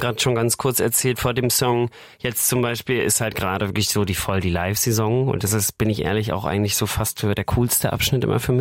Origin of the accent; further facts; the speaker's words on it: Wismar, Mecklenburg-Vorpommern, Germany; in Wismar, wo ich herkomme